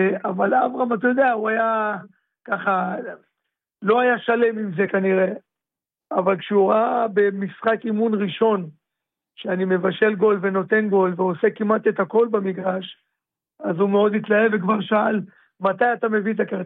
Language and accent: Hebrew; Beersheba, Southern District, Israel; moved away as an adult; now in Petah Tikva, Israel; זה משהו שגדלתי שם, כל המשפחה שלי שם, אני נוסע הרבה לבאר שבע